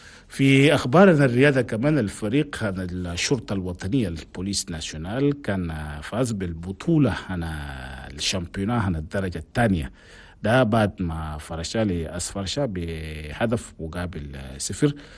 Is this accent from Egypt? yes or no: no; Chad; أنا بلدنا تشاد